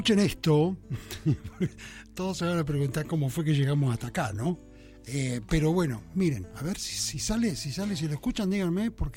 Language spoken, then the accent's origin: Spanish; Argentina; Así somos los argentinos